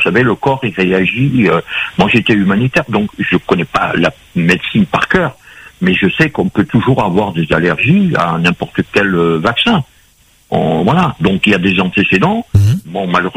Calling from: Paris, Île-de-France, France; Je vous appelle de Paris, 19e.

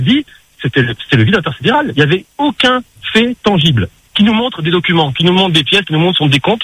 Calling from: Le Tampon, Réunion; cet après-midi un petit peu nuageuse au tampon.

